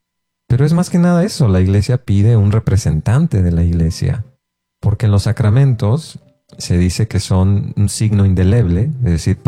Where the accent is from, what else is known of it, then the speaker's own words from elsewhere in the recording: Mexico; No solo porque somos mexicanos, sino porque aquí es donde más se da este aspecto de compadrazgo.